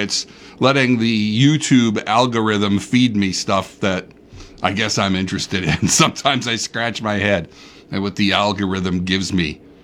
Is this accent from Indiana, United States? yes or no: yes; Portage, Indiana, United States; One of the houses I grew up in Portage during my childhood, we had an attic that had a regular staircase up into it.